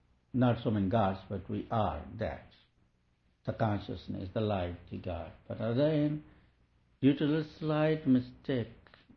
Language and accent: English; India; And I quote Vedas not because I'm from India or Hindu, please, because I think that contains the highest wisdom.